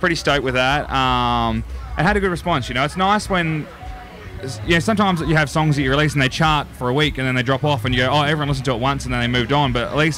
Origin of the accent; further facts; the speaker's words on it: Australia; I'm born and raised in that area. Just a bit of a blocky, I suppose you call it. We've always had a bit of cows and chicken and sheep to enough to fill up the freezer.